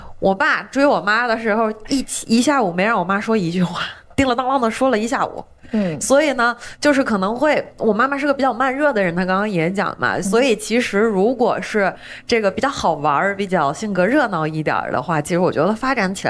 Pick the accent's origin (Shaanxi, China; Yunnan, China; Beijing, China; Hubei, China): Beijing, China; 我们北京话叫贫